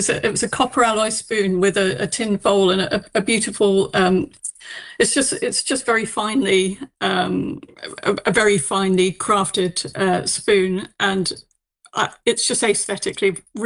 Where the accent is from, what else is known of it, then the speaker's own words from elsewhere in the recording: East Midlands, United Kingdom; I grew up in Northamptonshire, so it's a really special place for me.